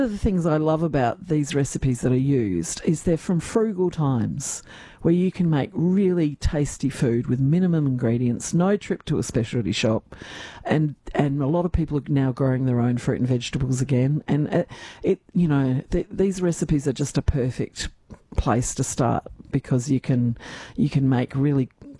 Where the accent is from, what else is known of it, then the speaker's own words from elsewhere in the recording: Adelaide Hills, South Australia, Australia; I'm from the Adelaide Hills, and we've just had our Adelaide show